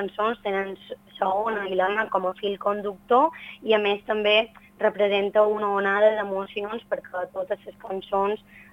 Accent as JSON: {"language": "Catalan", "region": "Balearic Islands", "country": "Spain", "moved": "as an adult", "lives_now": "Madrid, Spain", "said": "jo soc mallorquina, però no m'havia plantejat escriure en mallorquí"}